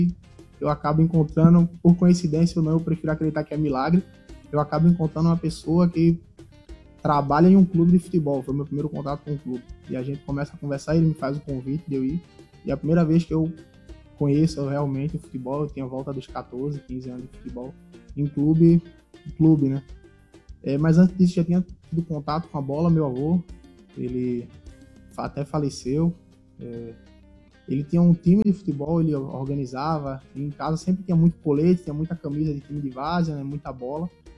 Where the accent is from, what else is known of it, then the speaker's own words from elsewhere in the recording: Recife, Pernambuco, Brazil; Assim, sou natural de Recife, né? Sou natural de Pernambuco.